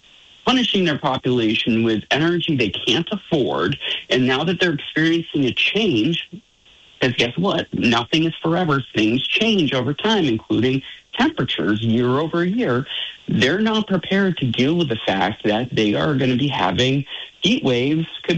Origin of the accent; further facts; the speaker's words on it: United States; as an American